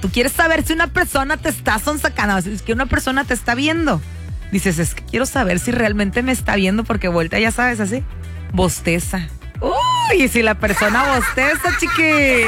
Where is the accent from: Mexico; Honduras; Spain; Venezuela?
Mexico; las entendemos como mexicanos